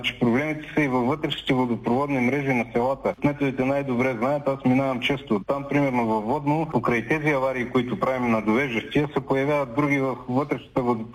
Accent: Dulovo, Silistra Province, Bulgaria; Аз съм жител на някакво село, аз съм от Дулово

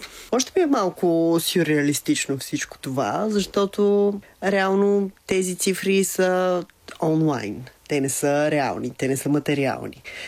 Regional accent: Kyustendil, Kyustendil Province, Bulgaria; accent: Shopski dialect; Аз съм от Кюстендил. Там си говорим на шопски.

